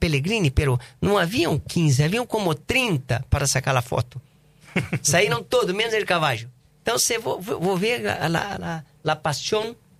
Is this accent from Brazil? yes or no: yes; Brazil; Spanish is a second language; Sí, soy. Soy un jockey brasileño que vino a correr el Gorila de Brasil, bueno.